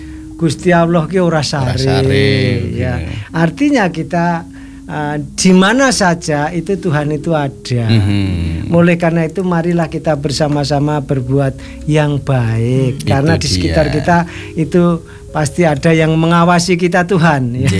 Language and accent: Indonesian; Java, Indonesia; Tetapi kita dengan cara kita masing-masing sebagai orang Jawa